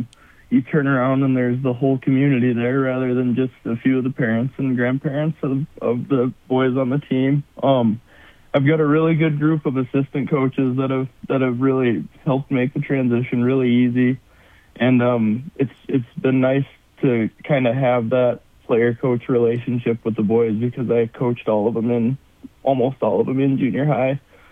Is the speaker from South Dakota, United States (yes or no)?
yes; Arlington, South Dakota, United States; I'm from Arlington, South Dakota. I graduated high school there in 2015.